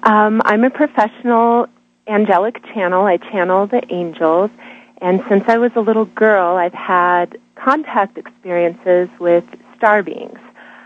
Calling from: Colorado, United States; from Colorado.

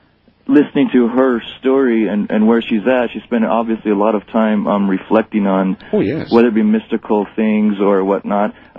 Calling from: Utah, United States; from Utah.

